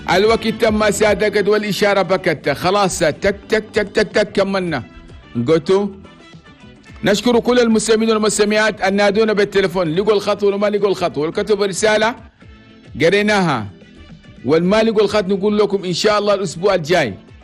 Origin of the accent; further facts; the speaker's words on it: Chad; بلدنا تشاد بلد توماي